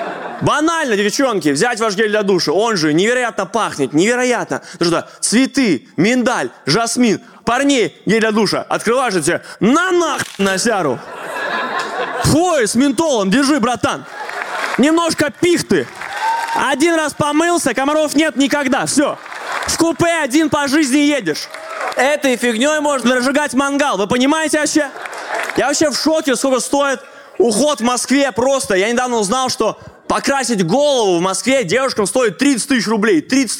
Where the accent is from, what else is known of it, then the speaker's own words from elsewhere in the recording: Belarus; now in Moscow, Russia; потому что я белорус.